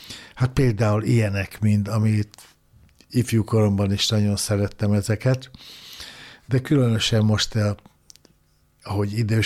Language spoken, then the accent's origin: Hungarian; Hungary; itt vannak a gyerekeim, az unokáim, és itt éltem el az egész életemet, itt a Duna mellett